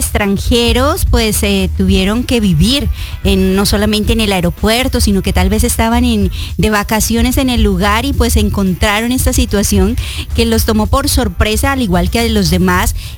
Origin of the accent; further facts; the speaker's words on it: Colombia; now in South Florida, United States; saben que nosotros somos colombianos